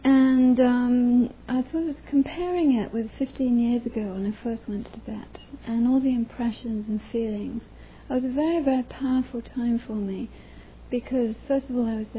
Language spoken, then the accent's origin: English; England, United Kingdom; born or raised there